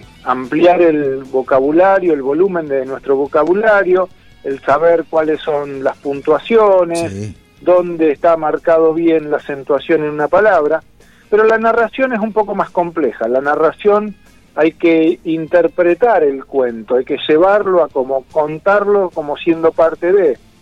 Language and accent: Spanish; Argentina; es un tema que no solo nos atañe a nosotros como argentinos